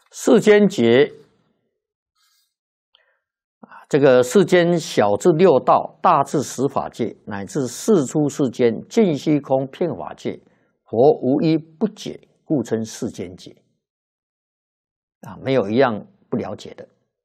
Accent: China; 释迦佛在古印度示现的寿命是79岁，我们中国人算了是虚岁80岁

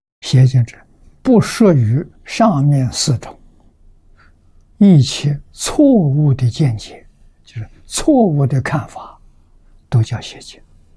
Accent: China; 我们中国人

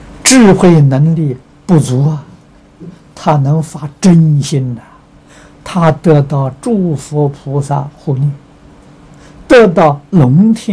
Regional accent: China; 月面跟满月意思相同所以他这个注解里头也说这两尊佛大意相同满月我们中国人呢农历讲十五的月亮

